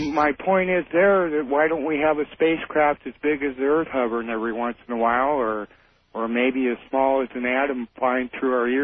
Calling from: Bremerton, Washington, United States; from Bremerton.

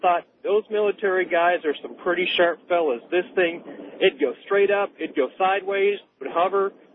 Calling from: Agua Dulce, California, United States

